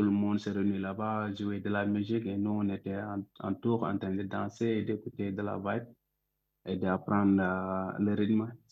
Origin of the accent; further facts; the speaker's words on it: Dakar, Senegal; moved away as an adult; now in Essaouira, Morocco; Oui, en fait, j'étais au Sénégal, j'ai grandi à Dakar et j'étais un joueur de foot.